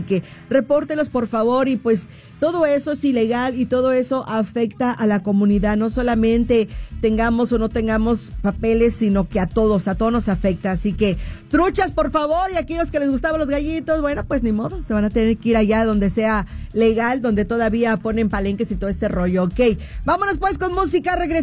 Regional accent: Tijuana, Baja California, Mexico; moved away; soy de Tijuana

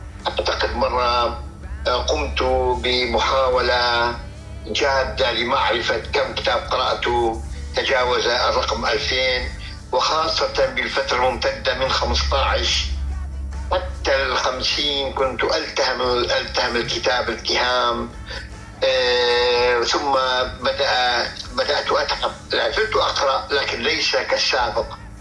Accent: Iraq; عراقي من مواليد العراق 1955, وخريج آداب لغة عربية.

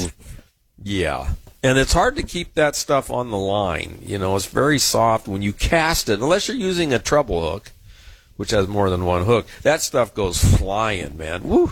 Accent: San Diego, California, United States; born or raised there

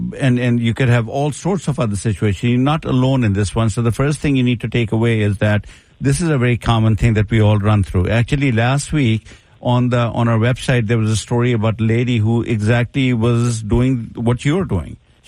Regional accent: India; now in United States; I'm from India. My wife is from Spokane.

